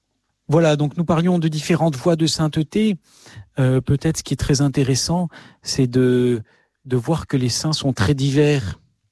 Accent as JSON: {"language": "French", "region": "South-West France", "country": "France", "tie": "born or raised there", "said": "je suis originaire du Sud-Ouest"}